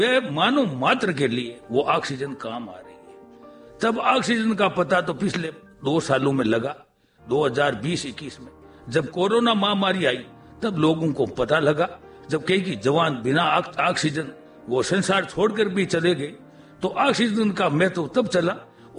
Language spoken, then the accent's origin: Hindi; Nagaur district, Rajasthan, India; born there; मेरे पैतृक गांव सुकवासी में, नागौर जिले के पैतृक गांव सुकवासी में